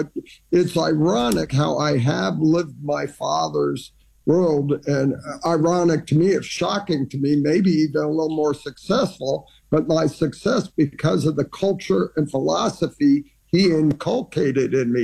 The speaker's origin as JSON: {"language": "English", "country": "Iran", "tie": "born or raised there", "said": "My brother, my sister, and I as a kid growing up in Iran."}